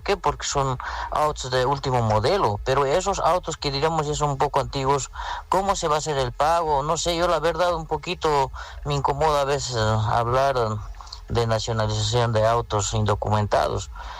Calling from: Tarija, Bolivia; Aquí le llamo desde Tarija

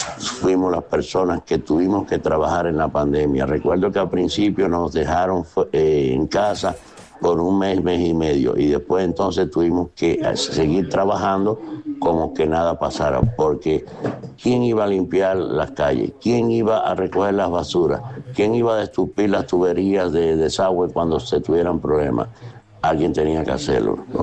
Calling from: Providence, Rhode Island, United States; los trabajadores de aquí, de la ciudad de Providence, que nosotros tuvimos que estar al frente trabajando

